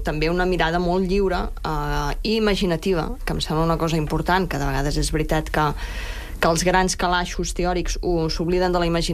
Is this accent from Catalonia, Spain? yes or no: yes; La Garriga, Catalonia, Spain; Com el llibreter del meu poble, en Jordi de l'Estrogoff, de la llibreria Estrogoff de la Garriga